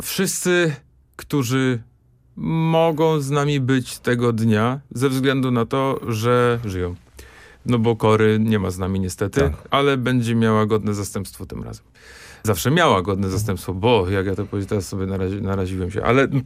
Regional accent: Silesian Voivodeship, Poland

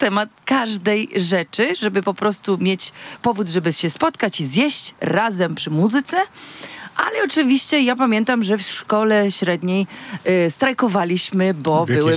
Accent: Italy; moved away; ja jestem z regionu Marche i Umbria

